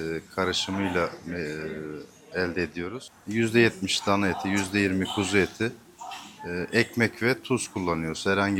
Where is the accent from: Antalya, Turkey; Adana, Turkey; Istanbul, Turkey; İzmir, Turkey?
Antalya, Turkey; Ona biz Antalyalılar olarak teletur diyoruz.